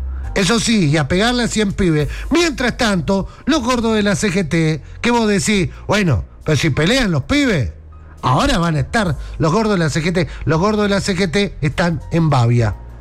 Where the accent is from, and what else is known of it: Argentina